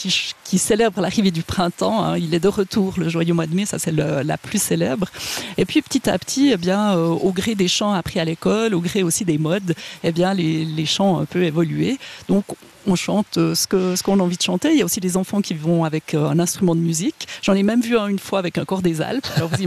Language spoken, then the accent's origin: French; Fribourg, Switzerland; Je viens de Huipens et Marsens.